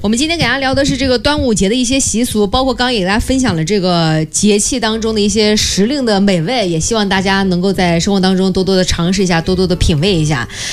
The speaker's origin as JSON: {"language": "Chinese", "country": "China", "said": "我们中国人"}